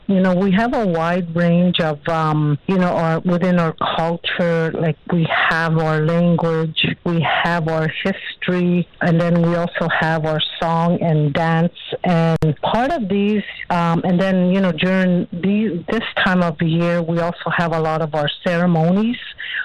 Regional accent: Alberta, Canada; I'm from the Siksika Nation, and my position here is with the Aboriginal Friendship Center of Calgary.

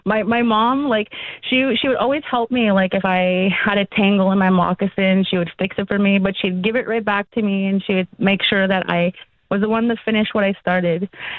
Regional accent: Frog Lake, Alberta, Canada; So how you say Frog Lake in Cree, how we say it out there, is Aiksegegan. I grew up in Frog Lake. My favorite memories of growing up there were the summers.

